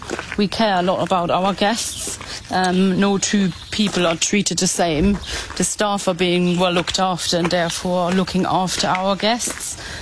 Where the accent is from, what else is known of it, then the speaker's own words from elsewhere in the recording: Germany; now in Narberth, United Kingdom; I've been here for 9 years now. I'm originally from Germany, but I've completely fallen in love with Pembrokeshire